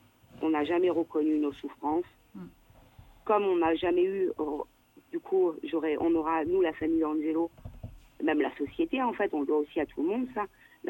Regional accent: France; important qu'on est français.

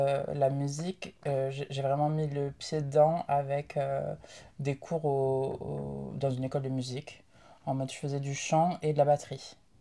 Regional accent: Carcassonne, Occitanie, France; parce que je viens de Carcassonne.

